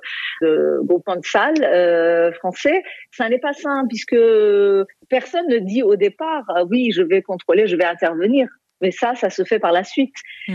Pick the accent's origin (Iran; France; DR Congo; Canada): Iran; Je suis d'origine iranienne, j'ai grandi en Iran